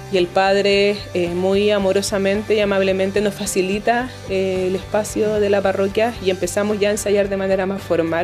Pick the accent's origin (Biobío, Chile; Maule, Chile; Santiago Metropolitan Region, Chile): Santiago Metropolitan Region, Chile; Santiago; Nosotros somos del territorio de la Legua.